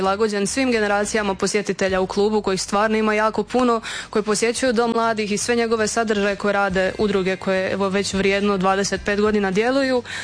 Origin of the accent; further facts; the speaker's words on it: Zagreb, City of Zagreb, Croatia; now in Split, Croatia; ja sam inače iz Zagreba i kad sam došla ovdje